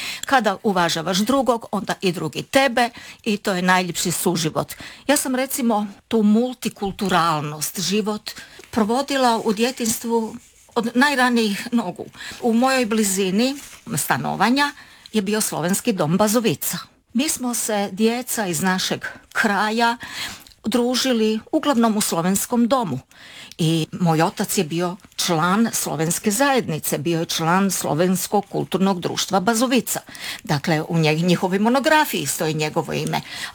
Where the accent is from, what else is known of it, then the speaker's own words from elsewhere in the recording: Rijeka, Primorje-Gorski Kotar County, Croatia; kada sam rođena u Rijeci i odrastala, nisam imala priliku osim u obitelji spoznati vjeru.